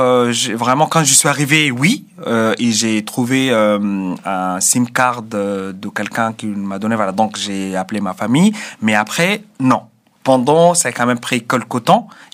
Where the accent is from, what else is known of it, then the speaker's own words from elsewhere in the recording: Sudan; now in France; pour moi, le Soudan et la France, les deux sont mon pays. Et j'aimerais bien, au moins, parce que depuis maintenant 2 ans que j'habite en France